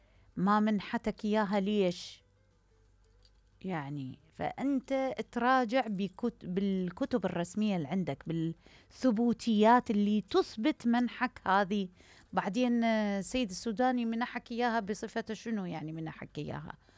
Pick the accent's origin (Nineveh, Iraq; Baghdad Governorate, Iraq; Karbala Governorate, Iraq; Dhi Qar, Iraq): Baghdad Governorate, Iraq; Baghdad; من بغداد، متابع بانجور بس أنا ما مقابرك هاي فترة، ولأول مرة أتصل